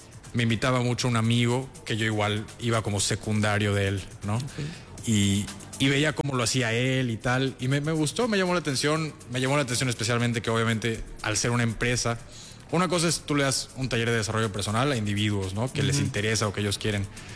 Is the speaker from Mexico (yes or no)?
yes; Mérida, Yucatán, Mexico; also born or lived in Cancún; para servirles. Tengo 25 años, nací en Cancún, pero crecí acá en Mérida.